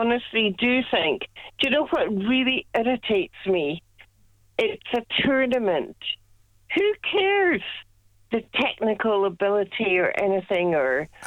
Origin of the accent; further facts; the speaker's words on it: Scotland, United Kingdom; I know I'm Scottish